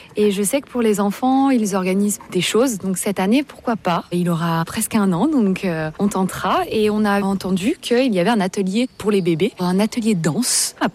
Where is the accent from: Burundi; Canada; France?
France; Ambronay, Auvergne-Rhône-Alpes; Moi je suis d'Ambrenay donc je connais un petit peu effectivement ce qui se fait, surtout au mois de septembre puisqu'il y a le festival d'Ambrenay.